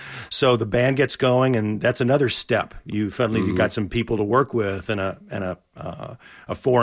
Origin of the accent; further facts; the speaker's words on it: North Carolina, United States; I grew up on Southern rock in the 70s in North Carolina